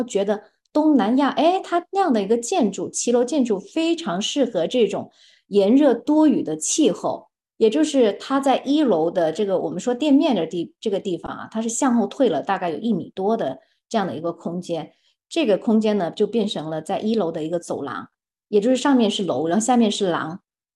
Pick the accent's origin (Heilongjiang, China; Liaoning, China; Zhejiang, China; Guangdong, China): Guangdong, China; 我们广东人哈，就具体到潮汕